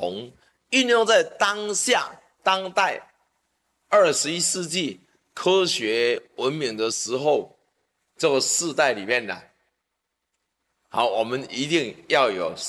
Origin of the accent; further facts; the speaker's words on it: Taiwan; 在我6年前快7年了，那时候我到纽西兰去，我们很多那时候我们台湾人。到纽西兰移民去了。